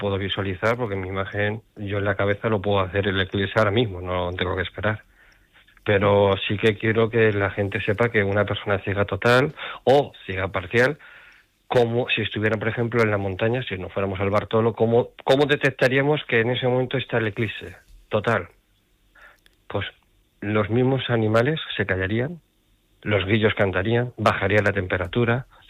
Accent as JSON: {"language": "Spanish", "town": "Elche", "region": "Valencian Community", "country": "Spain", "said": "yo no me encuentro en Castellón, estoy en mi tierra, en Elche."}